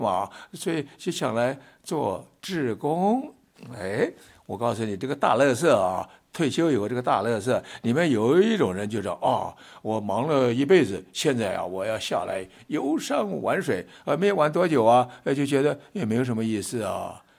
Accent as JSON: {"language": "Chinese", "country": "Taiwan", "said": "我们在台湾打高尔夫球很贵"}